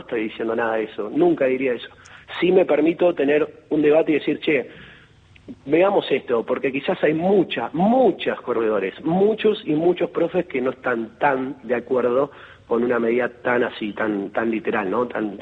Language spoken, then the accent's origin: Spanish; Argentina; nosotros como argentinos o los mismos los atletas argentinos